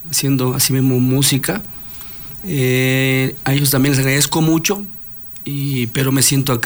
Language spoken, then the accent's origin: Spanish; Ecuador; Vengo pues a dar lo mejor que tengo, más que todo como músico y como ecuatoriano.